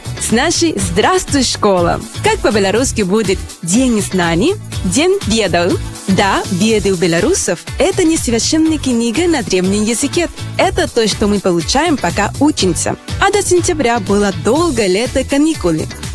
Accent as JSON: {"language": "Russian", "country": "Venezuela", "second_language": "Russian", "moved": "yes", "lives_now": "Belarus", "said": "Я приехала в Беларусь из Венесуэлы. Приехала и осталась. И мне очень много здесь нравится. В том числе белорусский язык."}